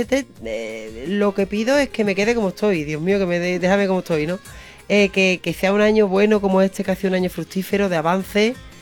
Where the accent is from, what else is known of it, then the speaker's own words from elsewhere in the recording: La Luisiana, Andalusia, Spain; Yo soy de la Luisiana.